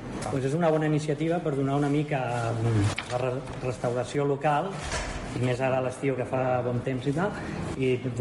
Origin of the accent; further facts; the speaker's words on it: Caldes de Montbui, Catalonia, Spain; no tots, però la majoria som de Caldes